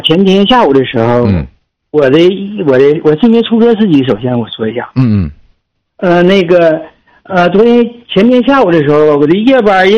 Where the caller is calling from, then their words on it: Liaoyuan, Jilin, China; 我是吉林辽源的。